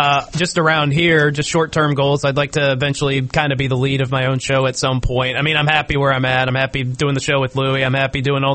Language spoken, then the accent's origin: English; Columbus, United States; where I grew up in Columbus